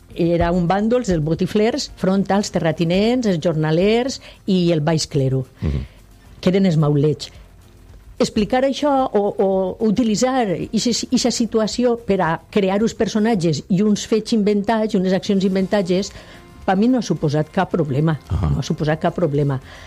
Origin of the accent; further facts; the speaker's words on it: Valencian Community, Spain; encara que l'home era valencià i nosaltres som valencians